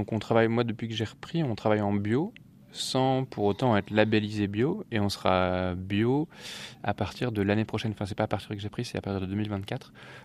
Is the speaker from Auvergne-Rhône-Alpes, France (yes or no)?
no; Normandy, France; Ça, je suis normand.